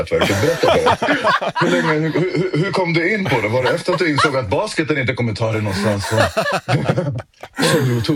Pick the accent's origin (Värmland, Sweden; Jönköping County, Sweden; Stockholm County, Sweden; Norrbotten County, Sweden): Stockholm County, Sweden; Stockholm; jag är uppväxt i Rågsved, så du snackar också om att det tar en timmes resväg för mig.